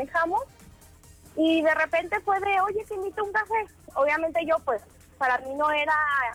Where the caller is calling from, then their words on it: Guadalajara, Jalisco, Mexico; De Guadalajara